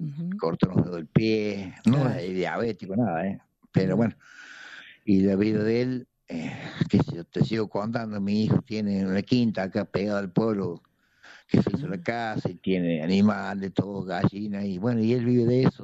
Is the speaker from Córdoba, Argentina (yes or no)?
yes; Córdoba, Argentina; Éramos 9 cordobeses, bueno, lamentablemente se fue uno.